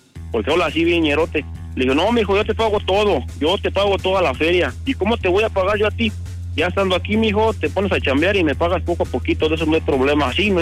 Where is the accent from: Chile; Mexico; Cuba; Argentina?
Mexico; Tultepec, State of Mexico; De ahí, de Tultepec.